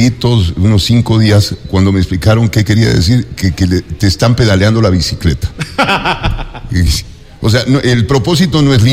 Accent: Quito, Pichincha, Ecuador; Hasta el punto de que los quiteños hablamos mucho como chilangos, ¿no?

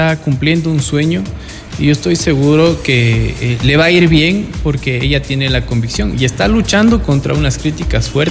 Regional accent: Ecuador

